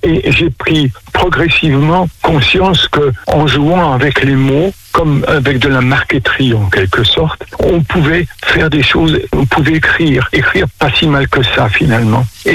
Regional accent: Le Mans, Pays de la Loire, France; born there; Je suis pas tout jeune. Je suis né en 1941 au Mans, donc citadin largement octogénaire.

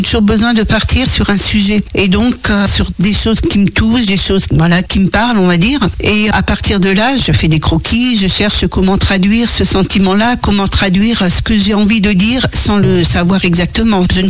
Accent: Grand Est, France; Je viens d'Alsace, donc j'étais dans une petite commune

